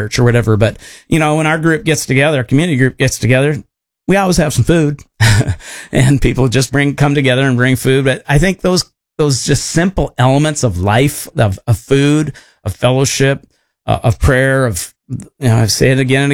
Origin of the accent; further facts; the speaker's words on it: Harvey, North Dakota, United States; also born or lived in Seattle; I remember about 4 years old, I remember moving out from the Seattle area to a little tiny town called Harvey, North Dakota.